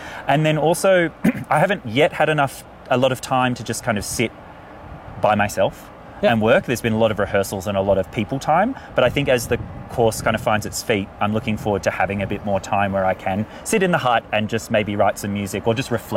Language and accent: English; Australia